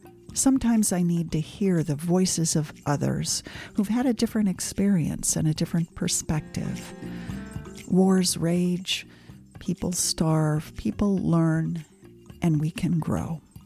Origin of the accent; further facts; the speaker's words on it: United States; with a novel idea. I am an American.